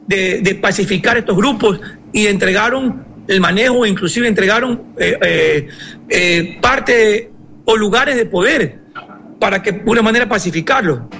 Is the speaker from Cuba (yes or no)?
no; Ecuador